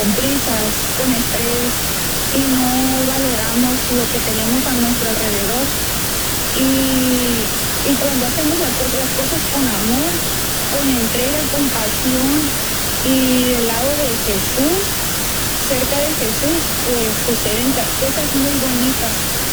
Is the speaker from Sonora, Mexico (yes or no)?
yes; Navojoa, Sonora, Mexico; now in Mexicali, Mexico; Soy originaria de Navojoa, Sonora, pero vivo en Mexicali. Ahí residía mi papá, mi esposo, todos ahí estamos. Tenemos 3 años viviendo.